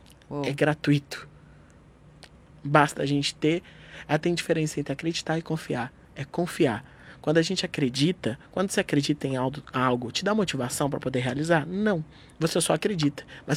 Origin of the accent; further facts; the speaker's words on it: Alphaville, São Paulo, Brazil; Opa, somos de Alphaville também.